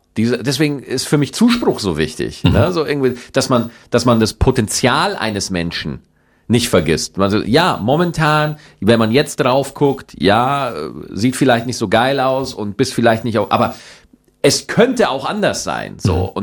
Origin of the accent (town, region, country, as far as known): Schwarzach, Bavaria, Germany; born or raised there